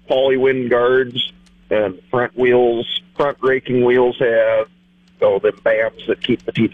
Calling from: O'Neill, Nebraska, United States; from O'Neill, Nebraska.

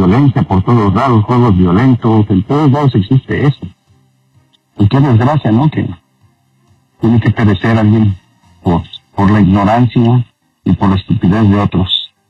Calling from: Florida, United States; Buenos días, Andreina, de aquí de la Florida, exactamente de Beauvin.

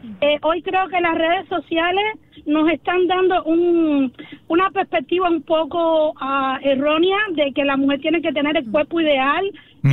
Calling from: Cuba; Yo, como ella, soy cubana y tengo dos niñas. Tengo 44 años

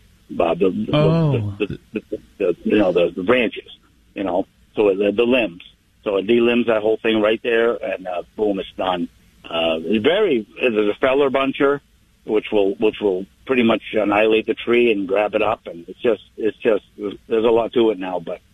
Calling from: Maine, United States; I'm a long-time listener, and I know Howie pretty well. I'm from Maine

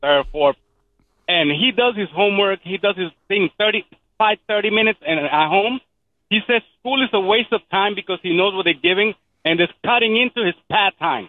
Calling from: Southampton, New Jersey, United States; I live in Southampton, New Jersey, so I'm in Philly's town.

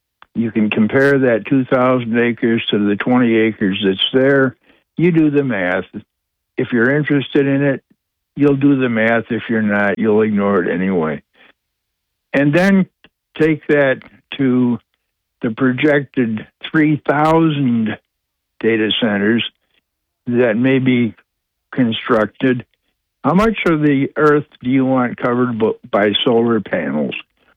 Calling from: Owego, New York, United States; from Owego.

